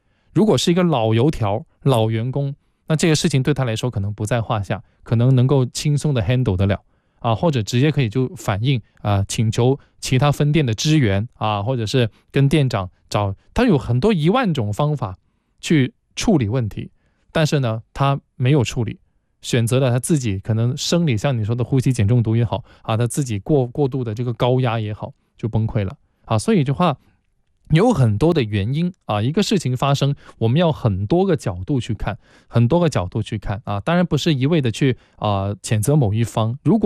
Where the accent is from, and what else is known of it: China